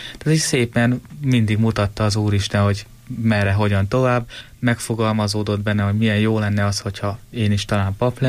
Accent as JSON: {"language": "Hungarian", "town": "Göd", "region": "Pest", "country": "Hungary", "tie": "born or raised there", "said": "az egyházközség, ahonnan származom, Felsőgödön"}